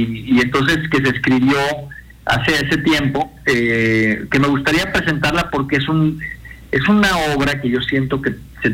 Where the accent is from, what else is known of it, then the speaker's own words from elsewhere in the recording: Sonora, Mexico; now in Querétaro, Mexico; somos los sonorenses triunfando en donde tenemos que estar, porque somos luchones siempre.